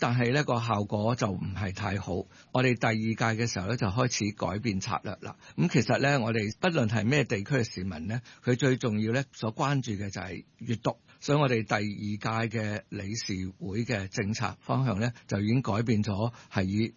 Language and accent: Cantonese; Hong Kong; now in Macau; 我系响香港长大嘅，